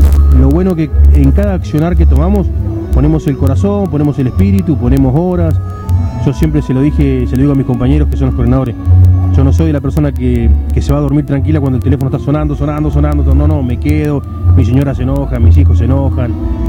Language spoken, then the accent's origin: Spanish; Argentina; Yo soy nacido y criado en Caleta.